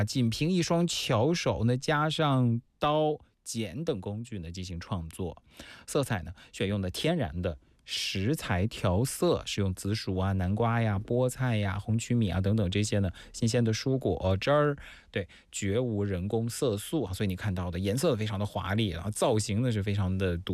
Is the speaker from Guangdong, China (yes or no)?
no; Wendeng, Shandong, China; 那么另外呢，在我的老家呢文登区，就是山东省威海市的文登区哈，对，都快把我家门牌号了。